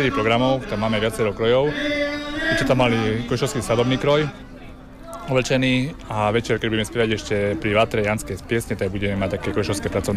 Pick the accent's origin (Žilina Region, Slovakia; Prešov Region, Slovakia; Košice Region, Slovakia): Košice Region, Slovakia; Gelnica; sme z Gelnice, z Smolníka, z celého okolia.